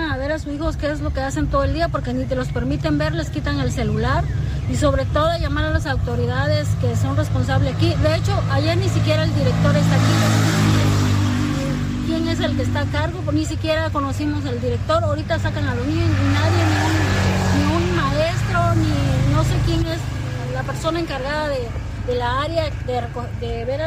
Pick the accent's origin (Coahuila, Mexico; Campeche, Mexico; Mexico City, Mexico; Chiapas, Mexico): Campeche, Mexico; Nosotros salimos a las 4 de la tarde de trabajar y somos de Campeche y venimos a buscar